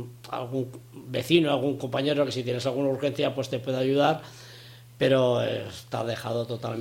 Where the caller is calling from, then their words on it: Teruel, Aragon, Spain